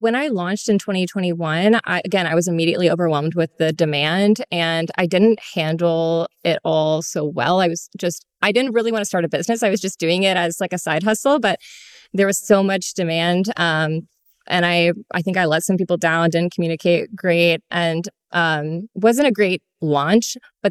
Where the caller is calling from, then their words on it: Nashville, Tennessee, United States; I'm calling from Nashville, Tennessee.